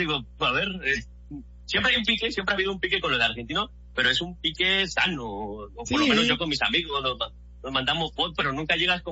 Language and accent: Spanish; Mexico; Como buen mexicano y celebrador, pues se me ocurrió subirme con más gente